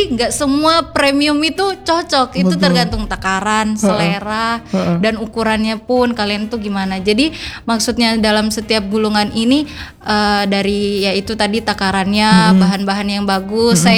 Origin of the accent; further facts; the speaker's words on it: Java, Indonesia; now in Palu, Indonesia; saya besar lagi di Jawa